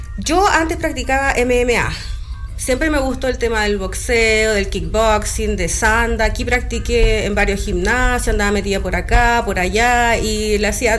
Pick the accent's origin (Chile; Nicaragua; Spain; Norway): Chile; Los Ángeles, Biobío; Sí, nacida y criada acá en Los Ángeles.